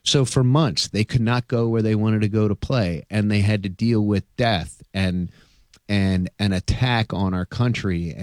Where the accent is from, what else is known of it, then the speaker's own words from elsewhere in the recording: United States; as an American